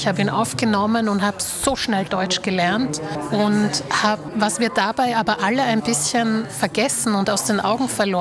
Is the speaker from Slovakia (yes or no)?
yes; Bratislava, Bratislava Region, Slovakia; born there; German is a second language; Ich fahre wahnsinnig gerne nach Bratislava, mein Geburtsort. Und ich gebe mir auch Mühe, jedes Jahr mehrere Bücher auf Slowakisch zu lesen, um die Sprache ein bisschen in Fluss zu halten. Ich spreche auch natürlich mit meinen Eltern Slowakisch.